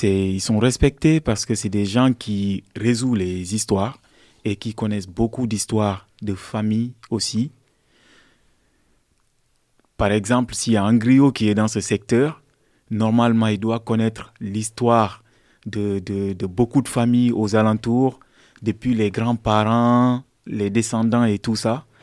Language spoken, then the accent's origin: French; Senegal; j'ai grandi au Sénégal, donc, et c'est ma mère qui m'a éduqué. Et c'est comme ça que je me suis vu un peu plus comme un Sénégalais, comme un Guinéen, parce que je connais plus la culture sénégalaise que la culture guinéenne